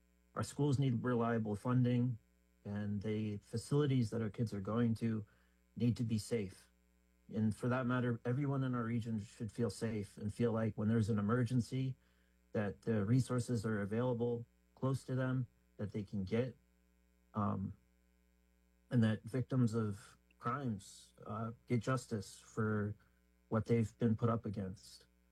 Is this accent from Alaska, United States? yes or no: yes; Bethel, Alaska, United States; I was born and raised in Bethel and on the Kuskokwim River.